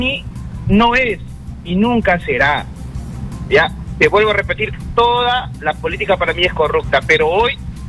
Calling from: Ica, Peru; te saluda … desde Ica.

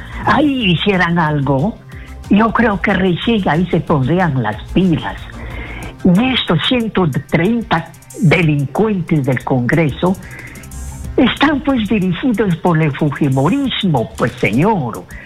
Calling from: Apurímac, Peru; De Apurímac.

